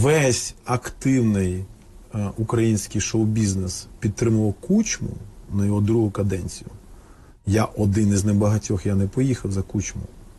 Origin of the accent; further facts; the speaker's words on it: Russia; also born or lived in Tajikistan; now in Ukraine; Я виріс... я народився в Таджикистані, а виріс в Росії.